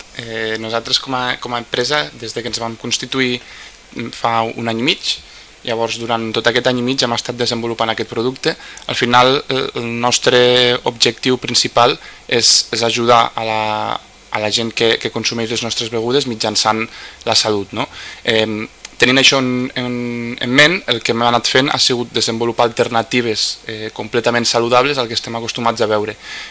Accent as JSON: {"language": "Catalan", "town": "Lleida", "region": "Catalonia", "country": "Spain", "said": "som de Lleida, sabem el que implica la terra i l'entorn amb el que ens trobem."}